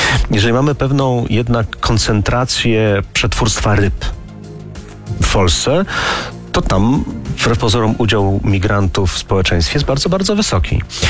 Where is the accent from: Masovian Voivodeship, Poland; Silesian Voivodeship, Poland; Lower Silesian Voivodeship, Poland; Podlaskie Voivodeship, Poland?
Masovian Voivodeship, Poland; Warsaw; obydwa jesteśmy z Warszawy